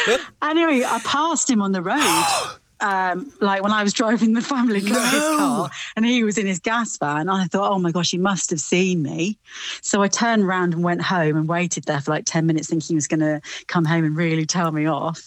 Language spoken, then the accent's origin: English; Paignton, South West England, United Kingdom; We grew up in Devon, in Paignton by the sea.